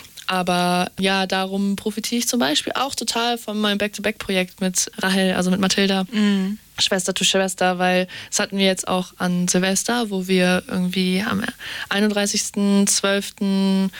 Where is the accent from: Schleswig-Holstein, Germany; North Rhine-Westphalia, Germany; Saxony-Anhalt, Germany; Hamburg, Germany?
Hamburg, Germany; wo ich wirklich den Sommer über nicht in meiner Heimatstadt war. Echt? Also in Hamburg.